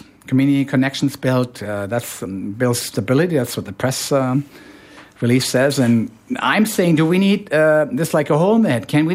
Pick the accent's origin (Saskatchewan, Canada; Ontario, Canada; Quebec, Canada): Ontario, Canada; Toronto; No, I'm from Toronto, but I know Frankfurt well.